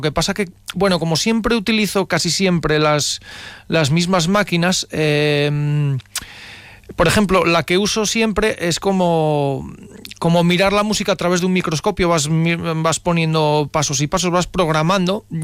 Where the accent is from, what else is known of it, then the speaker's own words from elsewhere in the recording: Bañugues, Asturias, Spain; Yo soy de Bañugues y tomo un mogollón de imágenes de la mar porque me gusta mucho, porque bueno, yo tengo familia de marineros